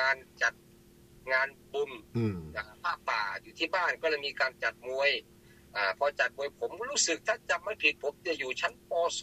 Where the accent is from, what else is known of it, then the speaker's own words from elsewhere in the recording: Kut Rang district, Maha Sarakham, Thailand; moved away; เกิดกำเนิดเกิดที่เมื่อก่อนเป็นอำเภอบ่อระเบือแต่ตอนนี้มาเป็นอำเภอกุดลังแล้วครับมันเปลี่ยนอำเภอมา